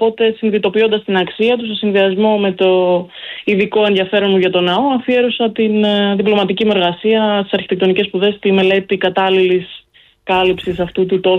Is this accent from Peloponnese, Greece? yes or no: yes; Nea Figaleia, Peloponnese, Greece; κατάγομαι και από τη Νέα Φιγαλία